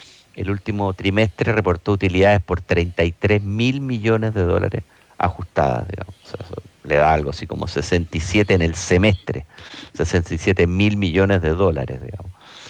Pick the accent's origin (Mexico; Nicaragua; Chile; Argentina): Chile; como chilenos, como consumidores.